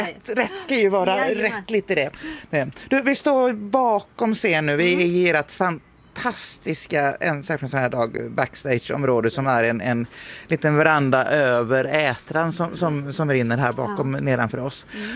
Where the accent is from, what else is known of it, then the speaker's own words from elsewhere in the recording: Borås, Västra Götaland County, Sweden; born there; Eva Ros, hon är född i Borås. Det är jag också.